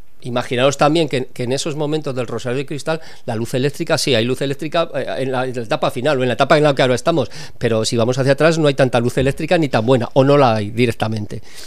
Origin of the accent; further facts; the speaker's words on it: Zaragoza, Aragon, Spain; Yo creo que primero los infanticos, todos los que somos de Zaragoza, los tenemos metidos en la memoria infantil casi, ¿no?